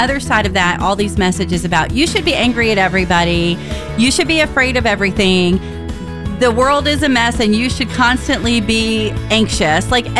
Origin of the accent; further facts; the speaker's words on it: the South, United States; now in Oregon, United States; I'm from the South.